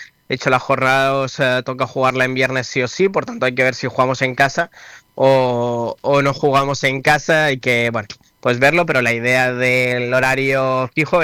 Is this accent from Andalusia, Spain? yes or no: no; Balearic Islands, Spain; nos haría mucha ilusión como club y como mallorquín también poder tenerla en la selección absoluta